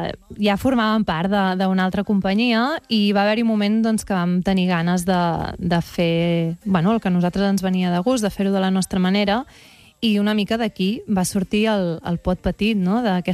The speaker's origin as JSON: {"language": "Catalan", "town": "Castelló d'Empúries", "region": "Catalonia", "country": "Spain", "tie": "born or raised there", "also_born_or_lived": "Roses", "said": "Jo vaig néixer a Roses, però amb 5 anys me'n vaig anar a Castelló d'Empúries"}